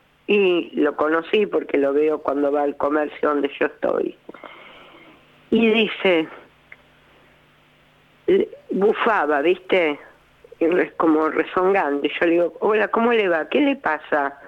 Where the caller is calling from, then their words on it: Luján, Buenos Aires Province, Argentina; una carnicería de mi primo, que yo soy la encargada de hacer las milanesas, una carnicería muy grande que hay acá en Luján, muy conocida